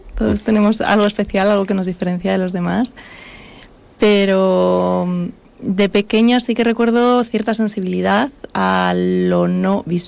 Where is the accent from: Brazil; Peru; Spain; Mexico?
Spain; Madrid, Community of Madrid; born there; Nací en Madrid.